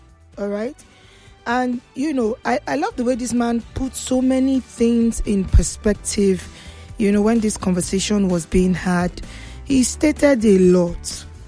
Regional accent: Nigeria

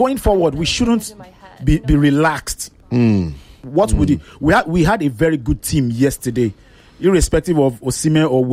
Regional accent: Nigeria; as a Nigerian

